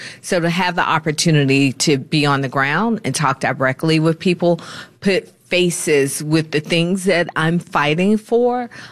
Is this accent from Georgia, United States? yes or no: yes; Atlanta, Georgia, United States; Now, I love Metro Atlanta. It's home. Mm-hmm. I'm born and raised in Atlanta.